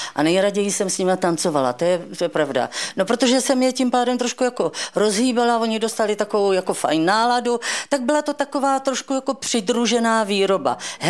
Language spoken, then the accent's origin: Czech; Brno, South Moravian Region, Czechia; protože Brno je domov